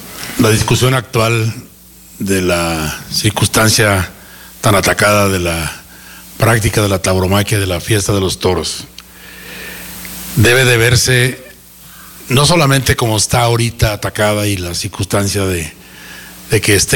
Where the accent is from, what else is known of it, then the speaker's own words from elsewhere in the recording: Mexico; De las pocas cosas que nos distinguen como mexicanos genuinamente en el mundo, es por la práctica de la tauromaquia.